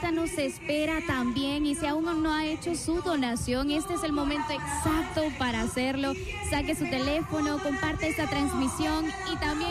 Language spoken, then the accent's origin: Spanish; El Salvador; la Teletón también somos los salvadoreños.